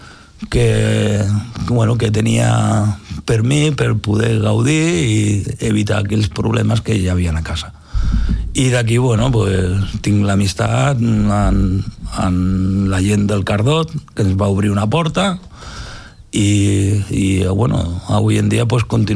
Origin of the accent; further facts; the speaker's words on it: Cardedeu, Catalonia, Spain; also born or lived in Granollers; jo sé que no soc carder de Güent de tota la vida. Els meus pares venen de fora. Jo soc poder la primera generació de la família de que han crescut aquí i són d'aquí. Jo em considero d'aquí